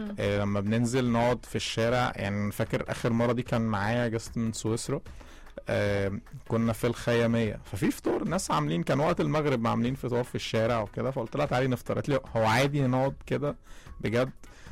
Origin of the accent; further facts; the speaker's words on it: Cairo, Cairo Governorate, Egypt; احنا عندنا في القاهرة بالذات